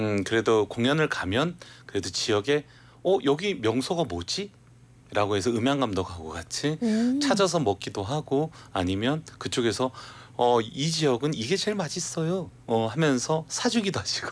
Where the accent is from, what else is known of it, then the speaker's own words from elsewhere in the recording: Gangwon, South Korea; born there; 제가 원래 강원도에서 태어났고 지금 생활하는 곳도 이제 강원도이기 때문에 강원도 어느 곳은 제가 다 알려드릴 수 있을 것 같고요.